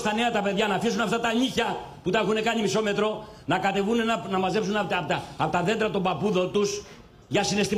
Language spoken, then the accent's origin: Greek; Greece; Είμαι Έλληνας